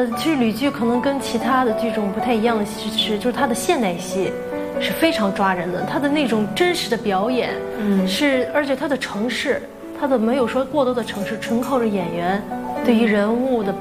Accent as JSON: {"language": "Chinese", "town": "Yantai", "region": "Shandong", "country": "China", "tie": "born or raised there", "moved": "yes", "said": "我们俩是烟台龙虎人，嗯，对，然后吧，我们那边就是旅居的这个整个传播范围还是很广的，所以呢，我们俩也是在这种环境下长大的嘛"}